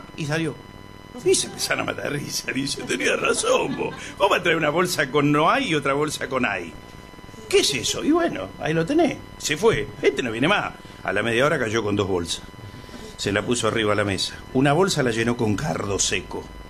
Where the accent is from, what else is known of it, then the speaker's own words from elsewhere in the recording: Loreto, Santiago del Estero, Argentina; ¡Ese es mi pueblo! ¡El único que habla de Santiago del Estero! En Loreto tenemos un chango